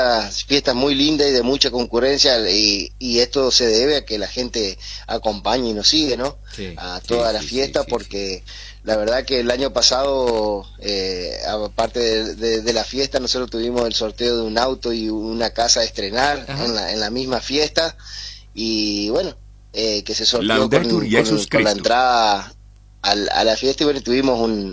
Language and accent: Spanish; Chajarí, Entre Ríos, Argentina; yo soy nacido y criado acá en Chajarí, en el barrio donde lleva el nombre de nuestro club San Clemente, y he pasado toda mi vida aquí.